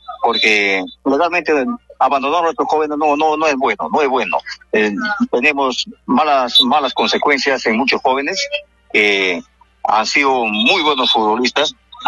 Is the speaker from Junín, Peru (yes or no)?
no; Rioja, San Martín, Peru; Eso nos llena de felicidad y orgullo como riojanos